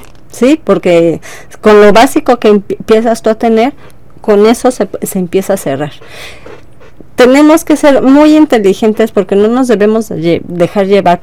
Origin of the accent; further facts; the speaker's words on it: State of Mexico, Mexico; de donde vengo, que es del Estado de México.